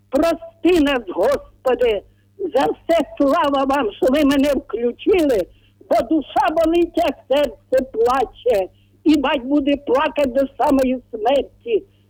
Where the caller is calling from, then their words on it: Vorzel, Kyiv Oblast, Ukraine; Я із Ворзеля